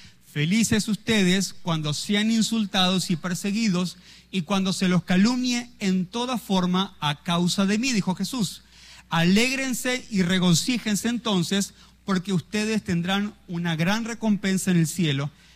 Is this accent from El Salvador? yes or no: no; Colombia; como país, como colombianos.